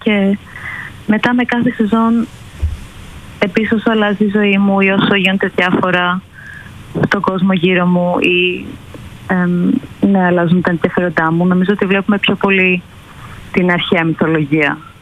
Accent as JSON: {"language": "Greek", "country": "Greece", "lives_now": "London, United Kingdom", "said": "Εγώ είμαι Ελληνίδα, αλλά μένω στο Λονδίνο."}